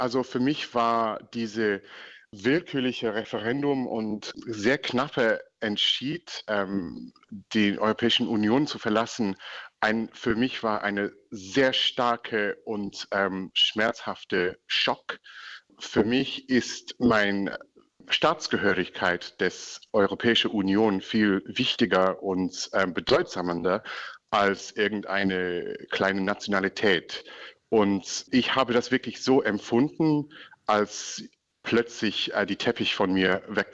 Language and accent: German; England, United Kingdom; German is a second language; moved away as an adult; now in Berlin, Germany; Also deshalb kommen wir überhaupt aus England.